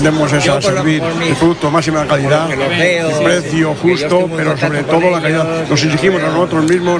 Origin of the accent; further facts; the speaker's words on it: Salamanca, Castile and León, Spain; a mi tierra, Salamanca.